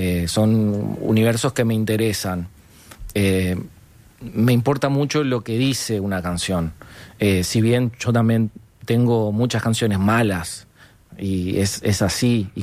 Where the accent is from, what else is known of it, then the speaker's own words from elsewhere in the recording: Asunción, Paraguay; born there; Mis padres son los dos uruguayos. Mi padre ya fallecido de buceo y mi madre de Brazo Oriental. Y yo nací en Asunción, Paraguay.